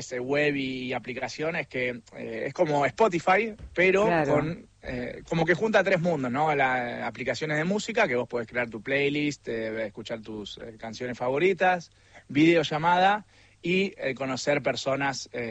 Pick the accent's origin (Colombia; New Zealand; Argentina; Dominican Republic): Argentina; moved away as an adult; also born or lived in Brazil; now in Montpellier, France; tenía ganas de volver a Argentina con mis amigos